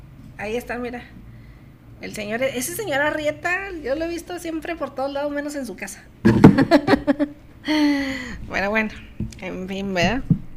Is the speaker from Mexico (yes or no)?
yes; Chihuahua, Mexico; Mi tierra, o sea, su tierra realmente, digo, todos somos de Chihuahua, pero es de Juárez.